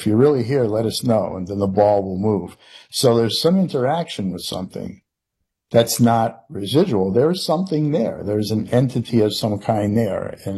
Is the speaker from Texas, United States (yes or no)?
no; Connecticut, United States; I was in the home I grew up in Connecticut, and I was standing in the driveway